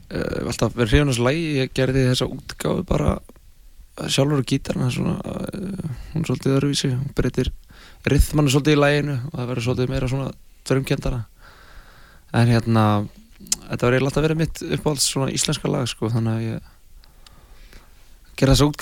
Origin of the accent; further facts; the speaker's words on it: Mosfellsbær, Capital Region, Iceland; Við erum einmitt allir úr Mosfellsbænum.